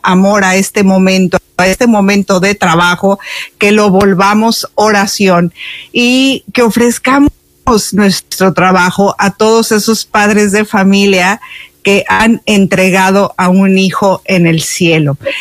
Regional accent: Mexico; yo, que soy mexicana

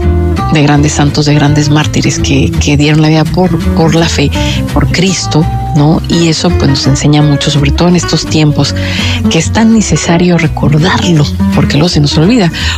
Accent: Mexico; Pero obviamente, pues, yo que le digo, yo soy mexicana, entonces le voy a platicar

